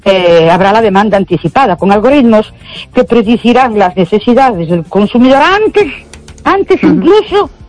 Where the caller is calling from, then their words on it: Ourense, Galicia, Spain; de Ourense.